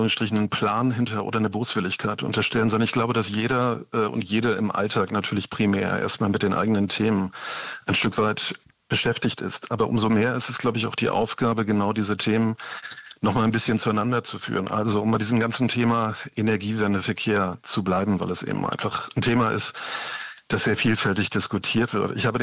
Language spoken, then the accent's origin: German; Mecklenburg-Vorpommern, Germany; moved away; an das Dorf meiner Kindheit in Mecklenburg